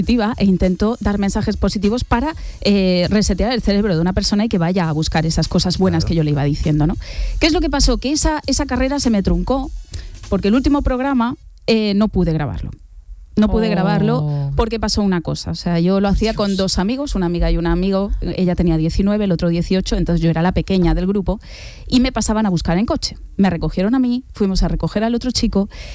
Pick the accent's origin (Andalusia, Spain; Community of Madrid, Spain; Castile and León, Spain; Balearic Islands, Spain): Balearic Islands, Spain; Calvià; Yo tenía 15 años. Yo colaboraba en una radio de estas locales de ahí de mi pueblo, de Calvía, como os dije el otro día.